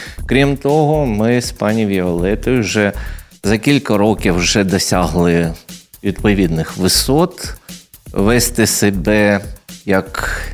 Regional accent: Lviv, Lviv Oblast, Ukraine; now in Odesa, Ukraine; я не народився в Одесі. Я зі Львова.

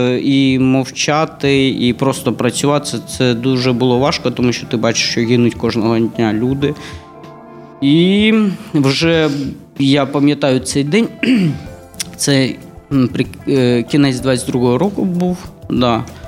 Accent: Mariupol, Donetsk Oblast, Ukraine; moved away as an adult; also born or lived in Odesa; Народився, вираз в місті Маріуполі.

